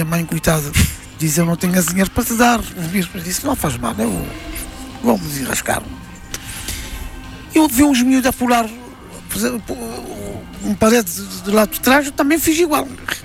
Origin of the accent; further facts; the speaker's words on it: Cape Verde; born there; moved away; Eu, quando saí de Cabo Verde